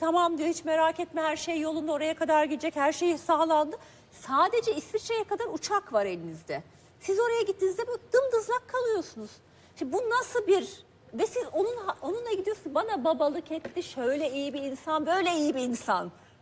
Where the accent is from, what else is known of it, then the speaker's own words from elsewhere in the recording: Ankara, Turkey; Ay ben de Ankaralıyım. Siz Çankaya İlkokulu'ndan ben Halide Edip'ten evet aynı mahallede ya.